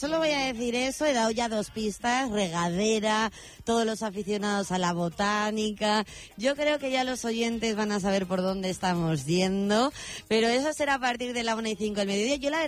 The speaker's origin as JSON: {"language": "Spanish", "town": "Villanueva del Campo", "region": "Castile and León", "country": "Spain", "tie": "born or raised there", "said": "la semana que viene yo también en mi pueblo, en Villanueva del Campo."}